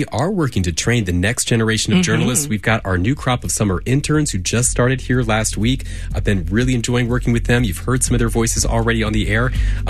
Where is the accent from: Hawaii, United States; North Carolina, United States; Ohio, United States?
North Carolina, United States; Charlotte; And actually, I grew up in Charlotte, so this station is very near and dear